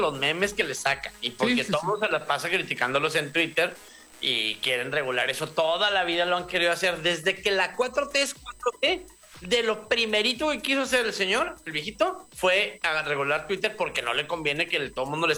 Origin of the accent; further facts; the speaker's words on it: Mexico; Yo soy mexicano y yo acepto mi realidad.